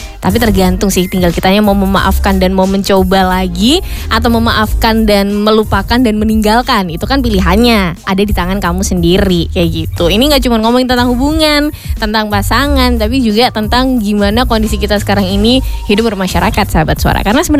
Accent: Sleman, Special Region of Yogyakarta, Indonesia; nek saya kan orang Sleman ya kebetulan.

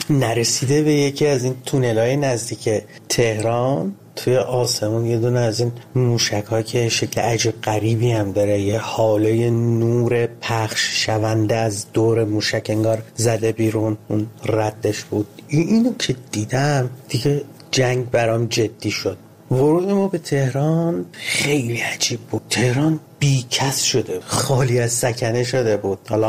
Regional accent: Ahvaz, Khuzestan, Iran; من کودکیمو توی جنگ گذروندم، اهواز، و در تمام طول 8 سال جنگ من با این سیر افزایشی بمباران ها بزرگ می شدم

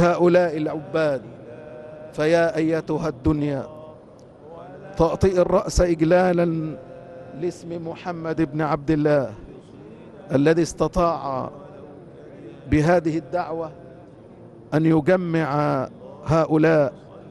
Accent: Egypt; بلدنا مصر

